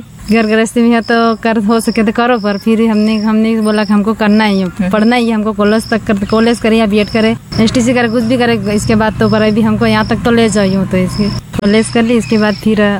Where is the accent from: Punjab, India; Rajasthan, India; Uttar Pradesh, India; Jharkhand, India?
Rajasthan, India; Ghatol; ग्राम पंचायत रोंजिया, तहसील घाटोल, जिला बांसवाड़ा, राज्य राजस्थान।